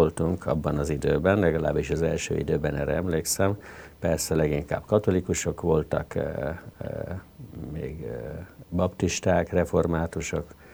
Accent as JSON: {"language": "Hungarian", "region": "Budapest", "country": "Hungary", "tie": "born there", "also_born_or_lived": "India / Esztergom", "said": "Valóban Budapesten születtem, de egész fiatal koromban, 10 és 14 éves korom között édesapám kohomérnök volt, és az egész család Indiában élt."}